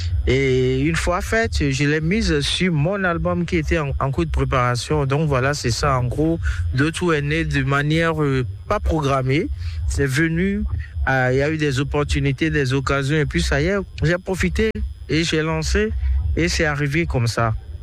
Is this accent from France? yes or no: no; Benin; now in Côte d'Ivoire; Je réside en Côte d'Ivoire. Je suis béninoise, d'origine ivoirienne par alliance.